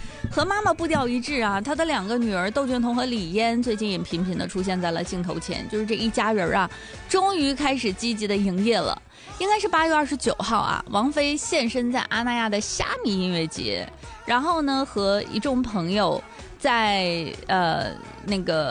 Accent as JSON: {"language": "Chinese", "town": "Dalian", "region": "Liaoning", "country": "China", "said": "咱们大连话"}